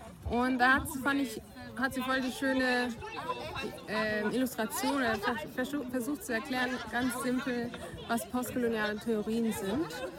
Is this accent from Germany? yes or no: yes; Southern Germany, Germany; da wo ich herkomme oder wo ich aufgewachsen bin, im Süden von Deutschland, war ich auch immer die Einzige im Tennisclub Schwarze